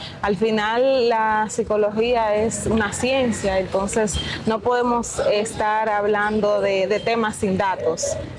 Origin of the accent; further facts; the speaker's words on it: Dominican Republic; nosotros como dominicanos